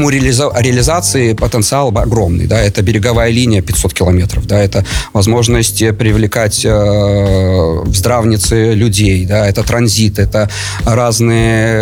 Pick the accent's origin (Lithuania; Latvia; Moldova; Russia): Latvia; Rēzekne, Latgale; now in Riga, Latvia; вот город Резекне, да, я из Резекне, и вот я часто приезжаю туда, у меня родители живут там